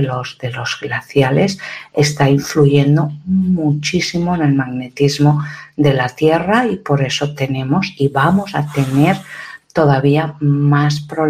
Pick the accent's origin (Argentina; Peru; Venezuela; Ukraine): Ukraine